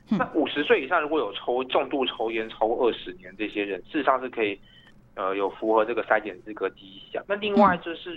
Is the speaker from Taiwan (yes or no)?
yes; Taiwan